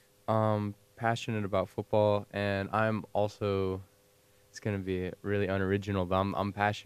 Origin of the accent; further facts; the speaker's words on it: St. Augustine, Florida, United States; moved away as an adult; now in Chicago area, United States; I'm originally from St. Augustine, Florida.